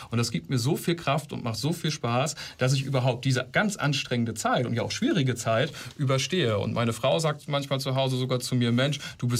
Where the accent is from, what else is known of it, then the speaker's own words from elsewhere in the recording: Ihlow, Lower Saxony, Germany; Ich komme zum Beispiel aus der Gemeinde Ilo, wo ich politisch groß geworden bin, wo es der Gemeinde wirklich finanziell dreckig ging. Es war eine reiche Gemeinde.